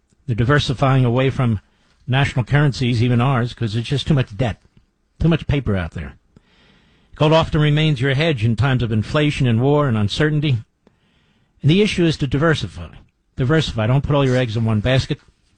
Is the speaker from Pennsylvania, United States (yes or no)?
yes; Pennsylvania, United States; also born or lived in Virginia; I remember when I was growing up in Pennsylvania, but also I remember as a young man in Virginia